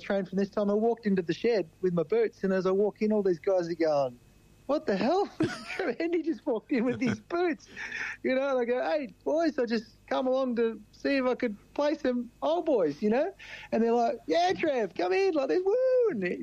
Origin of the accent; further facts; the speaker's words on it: Preston, Victoria, Australia; I was born in Victoria in Preston